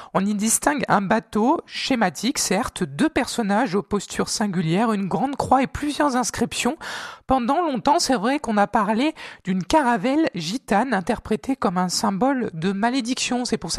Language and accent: French; Provence-Alpes-Côte d'Azur, France; chez nous en Provence.